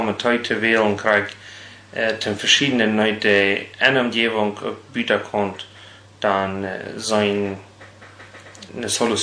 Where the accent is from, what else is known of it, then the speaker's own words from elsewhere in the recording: Rubio, Chihuahua, Mexico; Ich bin in Rubio geboren, also das ist du von Cuauhtémoc, 40 Kilometer im Norden.